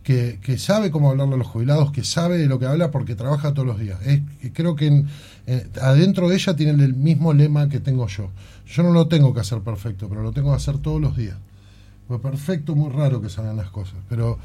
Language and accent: Spanish; Tierra del Fuego, Argentina; yo soy fueguino